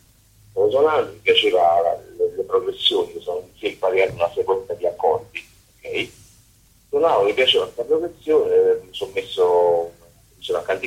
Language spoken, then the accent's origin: Italian; Naples, Campania, Italy; moved away; ma Napoli è la mia